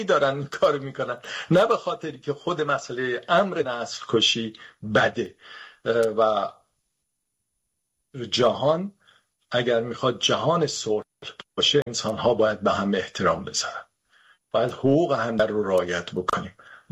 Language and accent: Persian; Iran; به عنوان یک ایرانی که ما در این فرهنگ رشد کردیم، در این فرهنگ رشد کردیم.